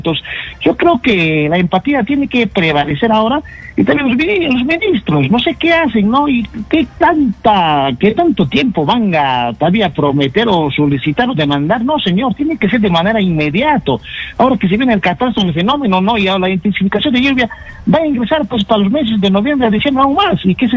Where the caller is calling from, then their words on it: Ayacucho, Peru; de Ayacucho, por favor, de la ciudad de las 33 iglesias.